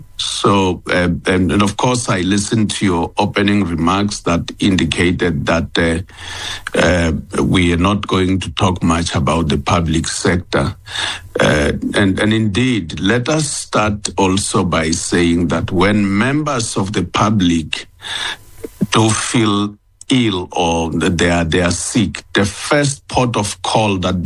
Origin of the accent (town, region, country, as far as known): South Africa